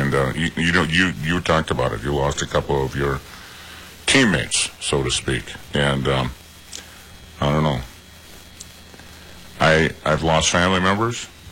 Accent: South Dakota, United States; now in Redwood Falls, United States; I'm a South Dakota native, but I can be buried here in Redwood Falls if I want, I'm a veteran.

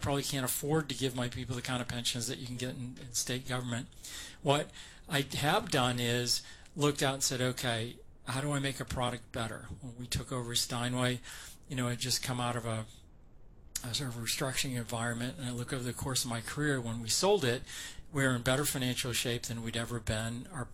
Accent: Maine, United States; I grew up in Maine. Right, we had this thing called snow and inclement weather, and it beat the daylights out of roads.

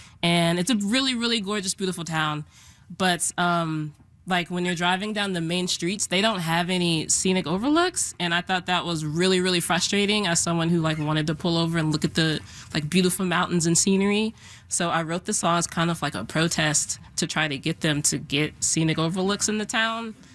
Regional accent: Virginia, United States; local, like born and raised in Northern Virginia

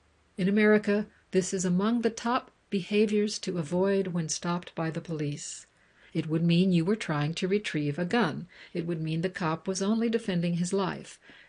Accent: Nigeria; a few miles from my hometown in Nigeria was sent to my inbox

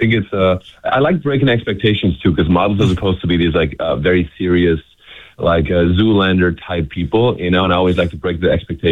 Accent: Germany; now in United States; because it's not in Germany. All my friends are engineers. I started every single one of my friends in my hometown, is an engineer of some kind.

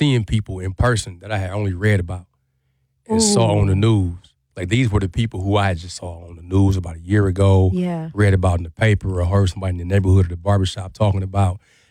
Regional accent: Lawton, Oklahoma, United States; born there; also born or lived in Monterey, California / Anchorage, Alaska; now in Milwaukee, United States; You know, I come from, we moved to Milwaukee from Anchorage, Alaska. I was born in Lawton, Oklahoma.

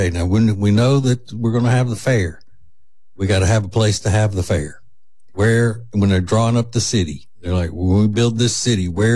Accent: Winnfield, Louisiana, United States; in my hometown of Winfield, Louisiana

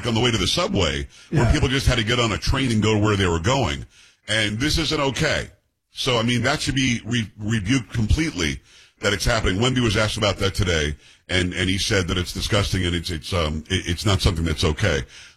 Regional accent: New York, United States; I'm from Metro New York originally. I love New York.

